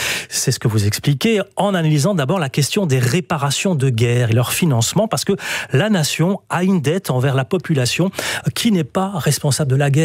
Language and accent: French; Belgium; Chez nous, en Belgique, ce concept de solidarité s'impose plus tard.